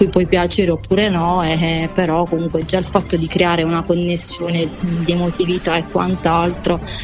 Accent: Ferrandina, Basilicata, Italy; Io sono di Ferrandina, in provincia di Matera.

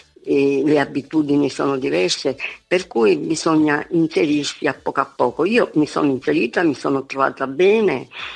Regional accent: Sciacca, Sicily, Italy; moved away as an adult; also born or lived in near Milan, Lombardy; sono ritornata, sì, sono nata a Sciacca, poi a 27 anni, avevo 27 anni quando me ne sono andata vicino a Milano, sono stata lì 27 anni e poi sono ridiscesa.

